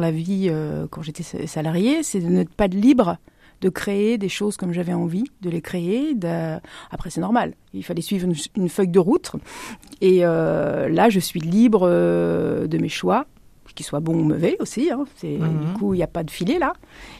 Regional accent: Rouen, Normandy, France; je suis née à Rouen. J'ai fait toute ma scolarité sur Rouen, j'ai travaillé sur Rouen et aujourd'hui j'ai créé une entreprise sur Rouen. Donc voilà, Rouen.

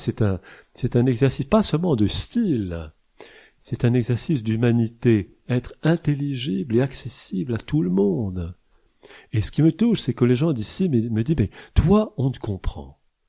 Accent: Auvergne-Rhône-Alpes, France; parce qu'on est auvergnat

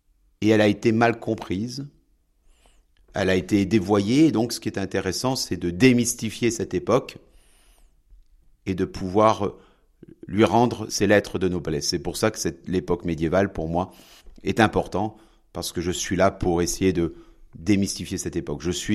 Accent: Carcassonne, Occitanie, France; moved away; Tout d'abord, je suis né à Carcassonne. Mon parrain de baptême vivait dans la cité médiévale de Carcassonne, donc j'ai grandi et j'ai souvent joué sur les remparts de la cité.

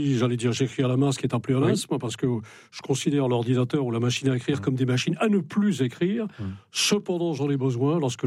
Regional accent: Brittany, France; Quand on est breton, quand on aime la Bretagne, c'est une poésie permanente comme ça qu'on a au cœur, qu'on a dans le sang

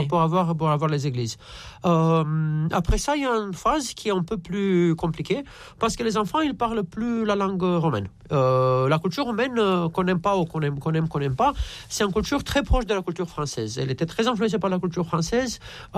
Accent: Romania; moved away as an adult; je suis parti de la Roumanie en 93, donc...

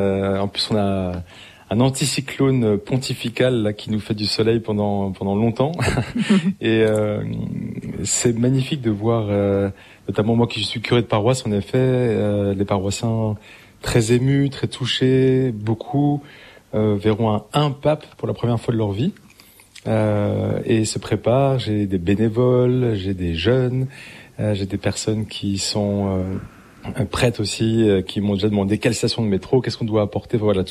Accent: Paris, Île-de-France, France; moi, bon, j'ai grandi à Paris et en fait, je suis simplement allé voir le curé de ma paroisse. J'étais à la paroisse Saint-Médard, dans le 5e, en bas de la rue Mouffetard

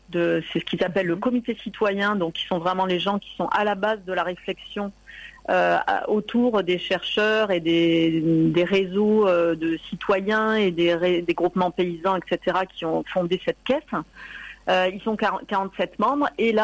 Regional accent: Marseille, Provence-Alpes-Côte d'Azur, France; puisque moi je viens de Marseille et donc on vient sur des très courtes périodes

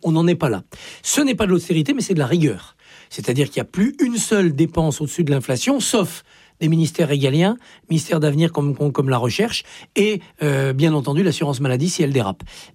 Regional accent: Auvergne-Rhône-Alpes, France; 2030, puisque je suis des Hauts-de-Savoie.

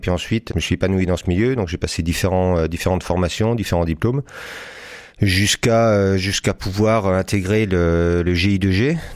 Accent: Saint-Étienne, Auvergne-Rhône-Alpes, France; now in Montpellier, France; Moi je suis originaire de la région de Saint-Étienne. Et je me suis rapproché du sud comme beaucoup pour le soleil et pour le climat.

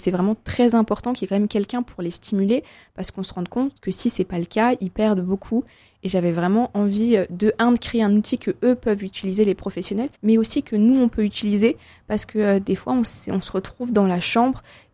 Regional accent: Saint-Avold, Grand Est, France; vu que je viens de Saint-Avold et que c'est à la frontière allemande

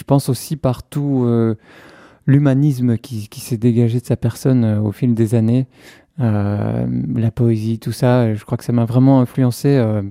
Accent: Braine-le-Comte, Wallonia, Belgium; J'ai grandi à Braine-le-Comte, dans le Hainaut.

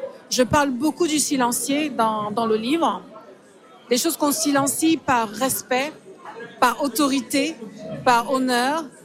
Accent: Cameroon

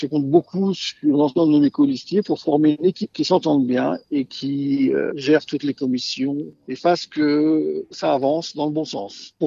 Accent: Mont-Saint-Jean, France; born there; Moi, je suis né à Mont-Saint-Jean il y a 64 ans. J'ai fait une carrière un peu partout en France, voire au niveau international.

